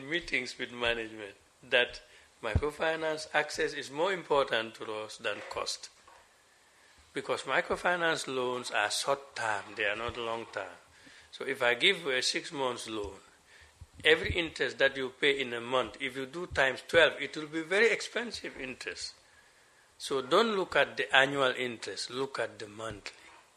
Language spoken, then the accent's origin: English; Gambia; I come from Katamandinka, a village. It's not so remote.